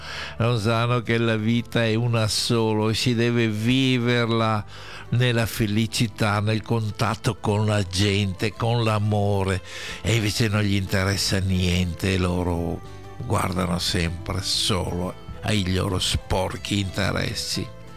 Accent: Veneto, Italy; born there; io sono nato in Veneto, questa è la mia terra.

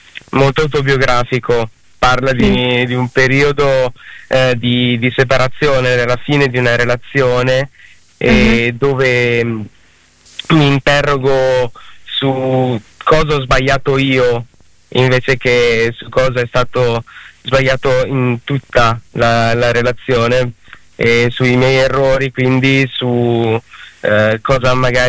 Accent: Bologna, Emilia-Romagna, Italy; Io sono di Bologna.

